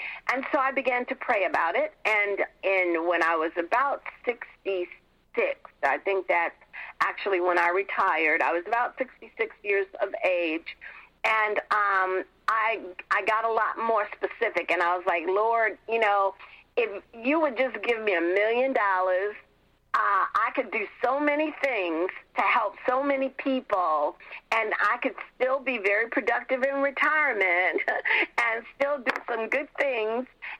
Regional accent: New York City, New York, United States; I grew up in Harlem.

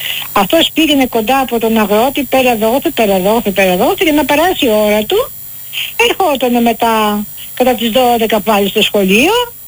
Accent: Western Greece, Greece; Ναι, είμαι από το χωριό του Πετροκοσμάτων, ξέρεις, το Πετροκοσμάτων

